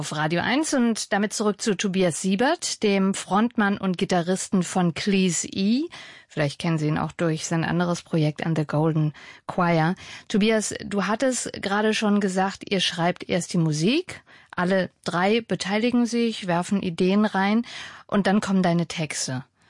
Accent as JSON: {"language": "German", "region": "Southern Germany", "country": "Germany", "said": "Ich komme aus dem Süden"}